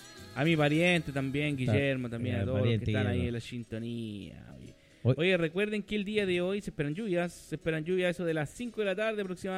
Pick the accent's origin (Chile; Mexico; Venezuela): Chile